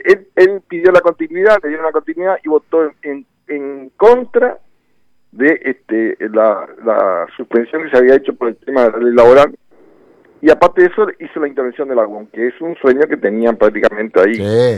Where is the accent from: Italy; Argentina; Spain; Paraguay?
Argentina; somos la familia argentina.